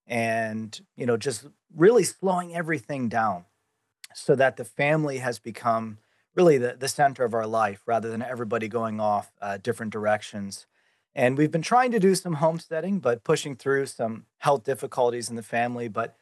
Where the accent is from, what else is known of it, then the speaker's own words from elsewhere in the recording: Harrisburg, Pennsylvania, United States; Yes, I'm from Harrisburg, Pennsylvania, and I had a profound conversion at the age of 13.